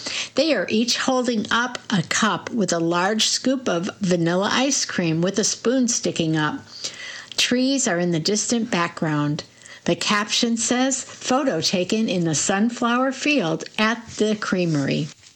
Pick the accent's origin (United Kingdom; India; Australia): India; now in United States; we'd take our oath of allegiance and become American citizens, something I dreamed of ever since I was growing up in India.